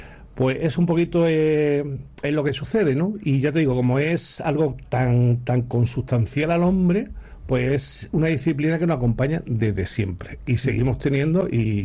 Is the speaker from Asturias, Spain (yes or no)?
no; Andalusia, Spain; Nosotros, como andaluces que somos y donde vivimos, tenemos la suerte de que nuestra tierra ha sido una tierra de grandes poetas.